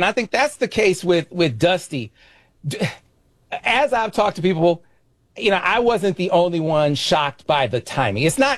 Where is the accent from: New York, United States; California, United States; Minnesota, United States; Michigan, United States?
Michigan, United States; Flint; born or raised there